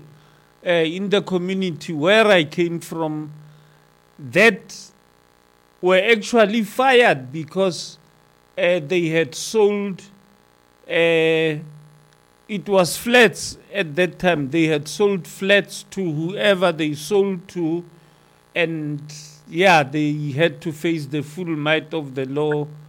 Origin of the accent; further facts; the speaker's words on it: South Africa; Now, I'm a South African.